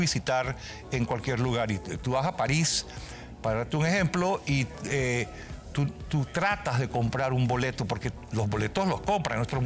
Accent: Panama; para mí, como panameño, como amante de la cultura y la historia

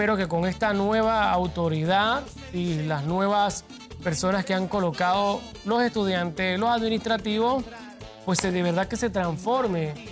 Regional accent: Panama; nosotros como pueblo panameño

